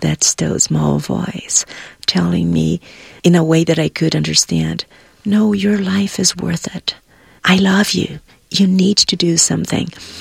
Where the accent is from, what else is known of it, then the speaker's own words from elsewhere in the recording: Brazil; moved away as an adult; now in Boston, United States; I am from Brazil